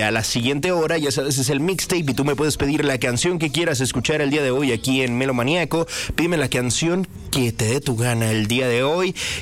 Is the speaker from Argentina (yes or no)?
no; Mexico; somos mexicanos